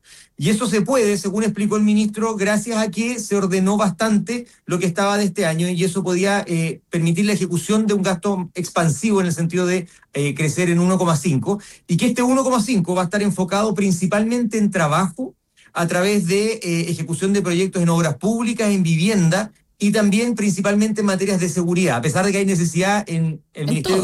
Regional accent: Araucanía, Chile; Yo soy de la Araucanía, la región más pobre

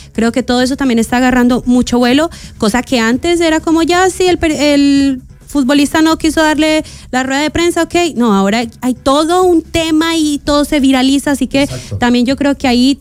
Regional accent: Colombia; demostrar lo que somos capaces los colombianos

